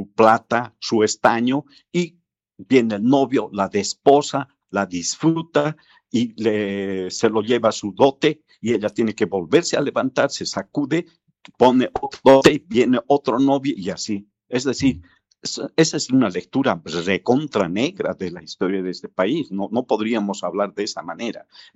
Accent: Bolivia

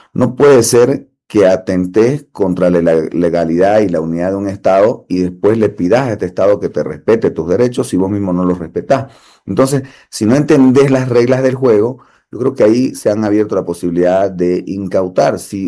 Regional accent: Bolivia

